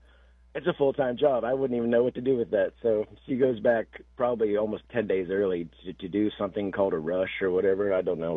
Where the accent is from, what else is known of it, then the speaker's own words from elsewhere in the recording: California, United States; moved away; I'm from Northern California. That's my home.